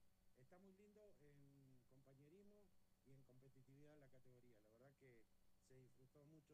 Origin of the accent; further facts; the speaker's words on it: Zapala, Neuquén, Argentina; con Luis somos vecinos de Zapala